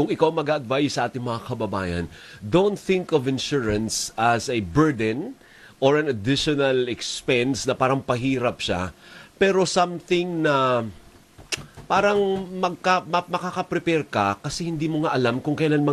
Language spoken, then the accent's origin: Tagalog; Western Visayas, Philippines; Sa Ilonggo, ganun ang term sa amin.